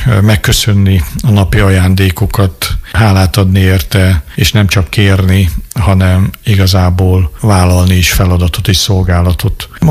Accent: Debrecen, Hajdú-Bihar, Hungary; now in Nyíregyháza, Hungary; városban éltünk, Debrecenben nőttem föl

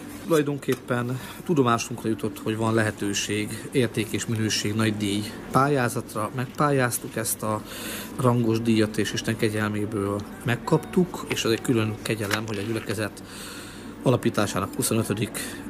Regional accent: Hungary

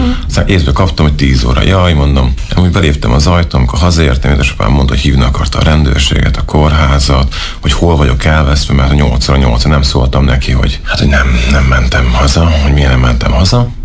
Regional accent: Szentes, Csongrád-Csanád, Hungary; born or raised there; moved away as an adult; now in Debrecen, Hungary

